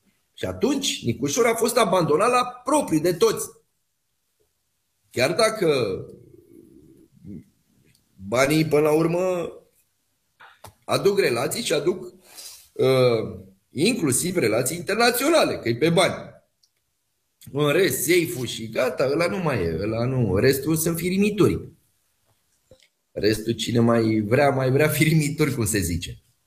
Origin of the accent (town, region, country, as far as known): Romania